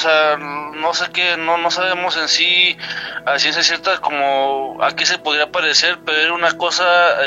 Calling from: El Marqués, Querétaro, Mexico; El Marqués Querétaro.

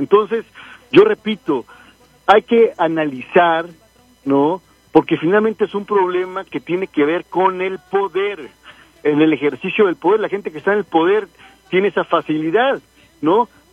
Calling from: Mexico City, Mexico; yo soy de la Ciudad de México

